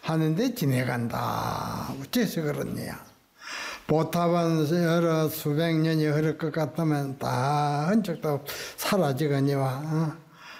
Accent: Namhae, South Gyeongsang, South Korea; born there; 산성은 경남 그 남해 절이지요. 들어오는 입구의 그 마을에서 태어났습니다.

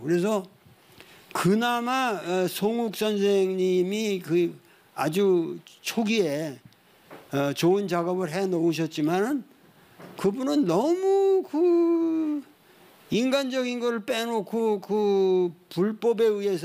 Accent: Cheonan, South Chungcheong, South Korea; born there; 제가 천안에서 태어났기 때문에 홍성 그러면 좀 친근감이 있어요.

